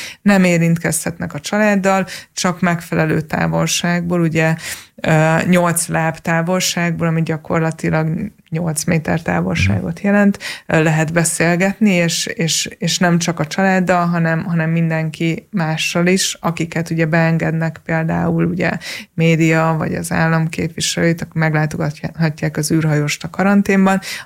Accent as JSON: {"language": "Hungarian", "country": "Hungary", "first_language": "Hungarian", "said": "én magyar vagyok, ő is magyar, és mi voltunk az egyetlen magyarok"}